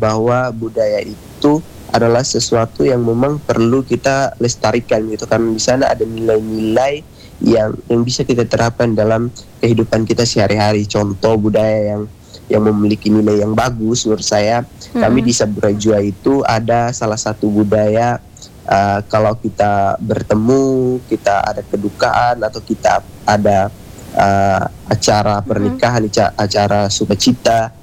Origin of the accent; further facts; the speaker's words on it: Raijua Island, East Nusa Tenggara, Indonesia; Saya lahir dan besar di Pulau Rejua, sebuah pulau kecil yang kaya akan budaya dan nilai-nilai kehidupan. Sejak kecil saya hidup berdampingan dengan adat, tradisi, dan kearifan lokal.